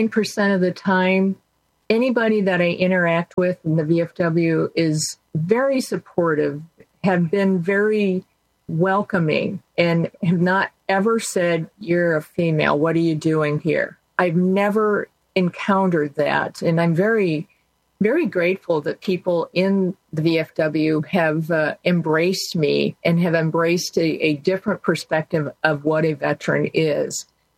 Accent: Iowa, United States; moved away as an adult; And I am from Iowa, and I chose to come back to Iowa after active duty.

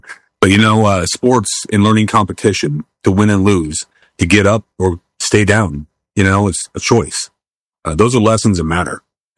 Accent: Montana, United States; now in Florida, United States; I grew up on a farm in northeastern Montana, actually. Born to a 16-year-old kid, adopted by my grandparents, and our family lost our farm.

